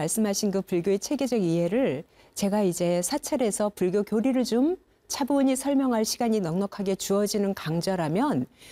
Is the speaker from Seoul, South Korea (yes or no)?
no; Gangwon, South Korea; 제가 강원도 고향이 강원도인데